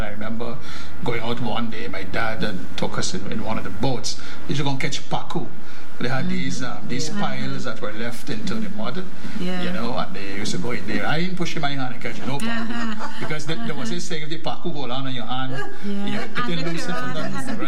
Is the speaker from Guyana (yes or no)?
yes; Peter's Hall, Demerara-Mahaica, Guyana; In Petersall, where we grew up in Bargee Yard